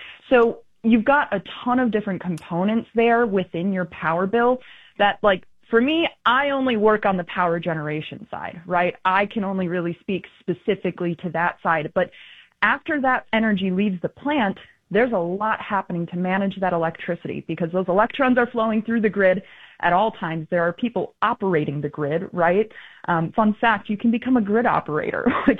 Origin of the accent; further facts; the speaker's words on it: Wisconsin, United States; now in Delaware, United States; I grew up in Wisconsin. I live out in Delaware now